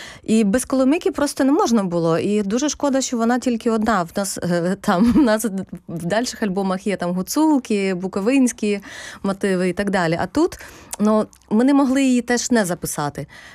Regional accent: Kropyvnytskyi, Kirovohrad Oblast, Ukraine; Я взагалі центрячка, я з Кропивницького

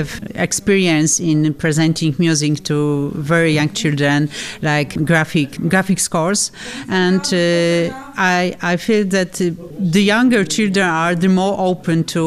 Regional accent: Katowice, Silesian Voivodeship, Poland; I'm not from Warsaw. I'm from Silesia, Katowice.

